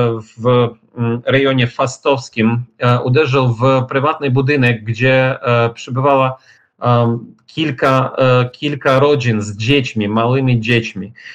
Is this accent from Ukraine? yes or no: yes; Ukraine; now in Kyiv, Ukraine